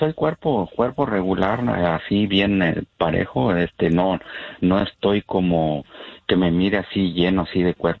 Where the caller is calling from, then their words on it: Torreón, Coahuila, Mexico; soy de acá, del estado de acá de Torreón, Coahuila.